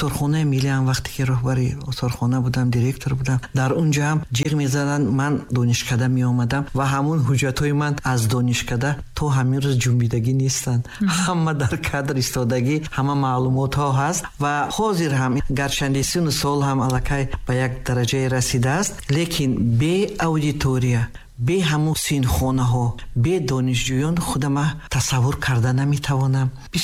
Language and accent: Tajik; Kuhistan, Tajikistan; ман кӯҳистон аст забоншам медонам охир ман мардуми кӯҳистонам